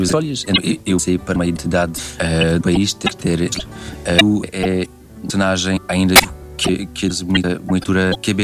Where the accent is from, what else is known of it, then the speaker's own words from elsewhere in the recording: Canada; Cresci ao lado de português, que era o bairro mais acima de onde eu cresci.